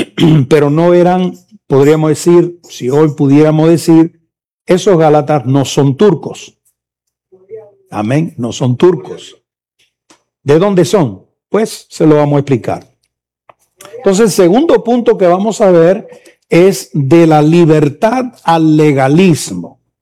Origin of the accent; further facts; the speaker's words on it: Spain; Yo no soy gallego. Soy español, pero no soy de Galicia